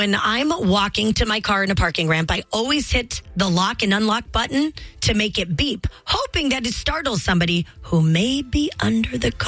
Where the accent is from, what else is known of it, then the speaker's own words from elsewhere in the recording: Montana, United States; also born or lived in Minneapolis; we're from Montana and it's safe. And he was like, you live in Minneapolis.